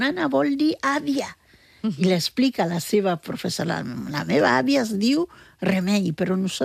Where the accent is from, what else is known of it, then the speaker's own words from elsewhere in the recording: Bioko, Equatorial Guinea; moved away; jo sóc una dona negra, que sóc bubi de Guinea Equatorial, on és Àfrica